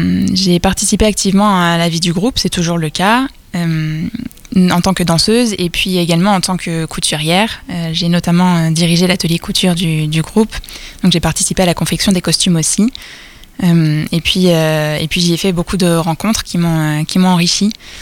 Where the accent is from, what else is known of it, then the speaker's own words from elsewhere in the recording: Brittany, France; Et puisque nous étions en Bretagne et que je suis bretonne